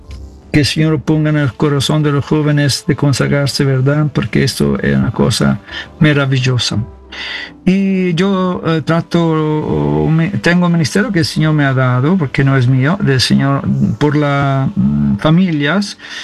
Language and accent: Spanish; Italy; Spanish is a second language; moved away as an adult; also born or lived in New York, United States; now in Los Angeles, United States; soy italiano, vengo de Italia, pero viví 6 años en la parroquia de New York. Ahora vivo aquí porque soy parte de la comunidad Juan Bautista